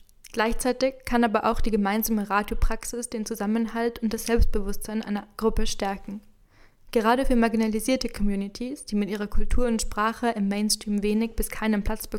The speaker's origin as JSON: {"language": "German", "country": "Austria", "said": "Bei uns in Österreich ist die Medienlandschaft natürlich anders aufgebaut als in Mexiko."}